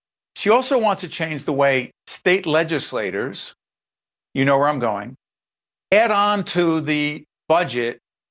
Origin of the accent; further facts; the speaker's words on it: Montclair, New Jersey, United States; school aid for a community in my hometown of Montclair that was desegregating their schools and they needed transportation.